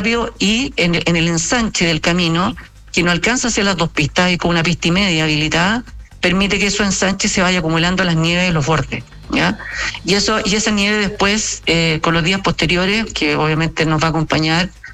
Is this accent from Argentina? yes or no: no; Chile; debemos estar orgullosos como chilenos